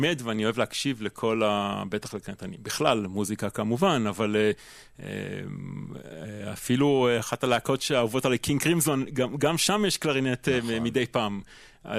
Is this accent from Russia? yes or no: no; Hungary; אני גם הונגרי בעצמי, ויש לי חיבור מיוחד למוזיקה של מלחינים הונגריים ולמסורת ההונגרית.